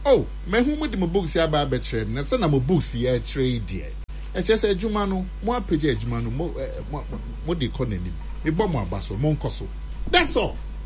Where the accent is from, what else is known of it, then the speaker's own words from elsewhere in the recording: Ghana; As a Ghanaian, whether chief justice or radio presenter, you can comment on national issues.